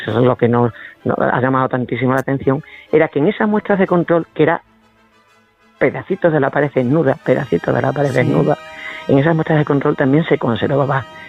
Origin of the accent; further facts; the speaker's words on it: Extremadura, Spain; que es casi tanto más calor que el que hace en mi tierra aquí en Extremadura.